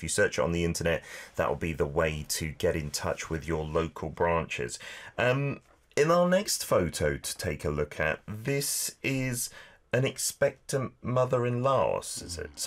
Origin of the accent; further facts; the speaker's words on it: United Kingdom; But even thinking back to my home country of the UK, where you spent a bit of time and you studied